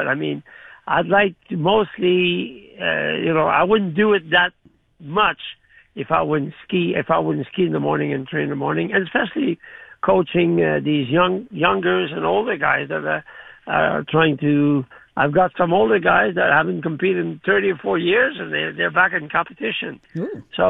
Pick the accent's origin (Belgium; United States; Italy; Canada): Canada; But we were 1 and 2 on the podium as Canadian.